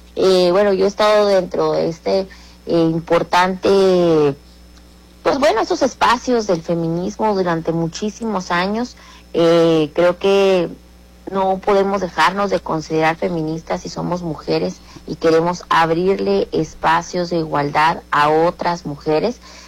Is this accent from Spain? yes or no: no; Ciudad Juárez, Chihuahua, Mexico; como mexicanas, como mexicanos, pero particularmente como juarenses